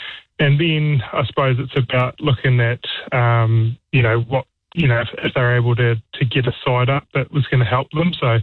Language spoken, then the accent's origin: English; New Zealand; made you really proud as a former All Black and as a New Zealander.